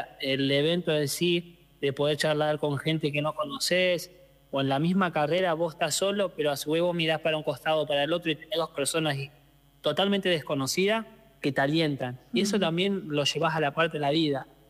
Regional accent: Mina Clavero, Córdoba, Argentina; Exactamente, Mina Clavero, que tenemos a como mucho 20 minutos en medio de la montaña.

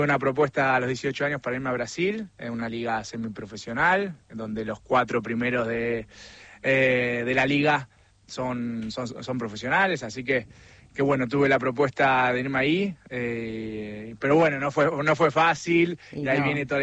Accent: Argentina; moved away as an adult; yo a los 18 años me fui de Argentina para ser profesional de handball, que bueno, como ya saben, en Argentina cualquier otro deporte que no sea el fútbol es muy difícil vivir de ello

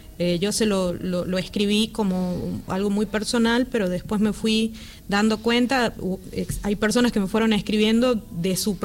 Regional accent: Colpes, Catamarca, Argentina; moved away; ese es mi pueblo. Y es el pueblo más bonito y tiene el agua más dulce del mundo.

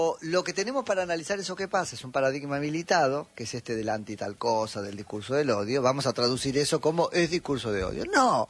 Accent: Argentina; Por ahí estoy siendo argentino en la manera de analizarlo.

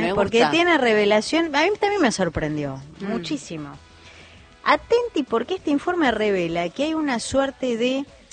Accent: Argentina; los hinchas más fanáticos del Mundial, que somos nosotros los argentinos

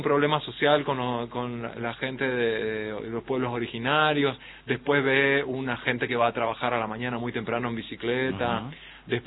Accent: Resistencia, Chaco, Argentina; de la zona donde yo soy, de Resistencia, y alrededores.

